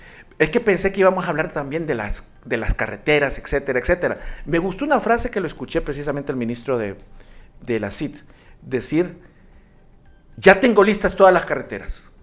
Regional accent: Honduras; como hondureño, a mí no me gusta

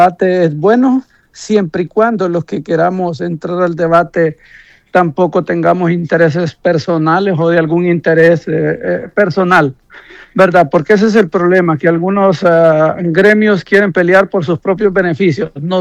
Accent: Honduras; para nosotros como pueblo hondureño

